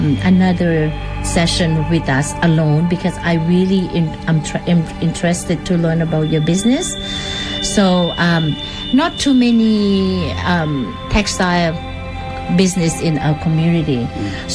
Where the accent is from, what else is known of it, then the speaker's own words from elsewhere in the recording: New Brunswick, Canada; moved away; We came from New Brunswick together.